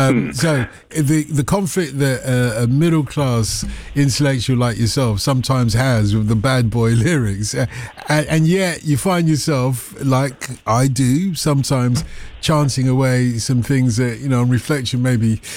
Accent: Nigeria; because, you know, I'm a Nigerian who got into Jamaican culture

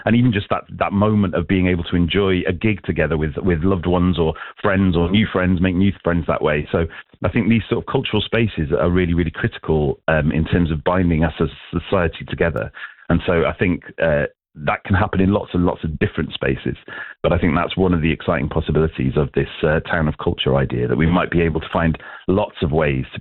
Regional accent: Wales, United Kingdom; I was growing up in South Wales

